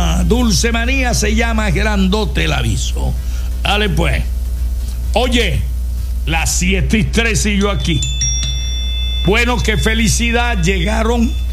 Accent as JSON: {"language": "Spanish", "country": "Venezuela", "said": "Yo digo, tan valientes que somos los venezolanos en las redes."}